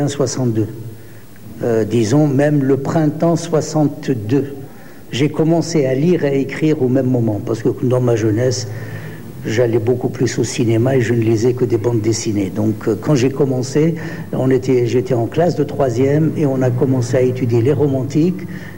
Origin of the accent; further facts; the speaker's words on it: France; also born or lived in Algeria; l'âge de 25 ans, donc j'ai grandi en France, je suis retourné à l'âge de 25 ans, j'ai travaillé en Algérie jusqu'à l'âge de 50 ans et je suis revenu en France dans les années 90.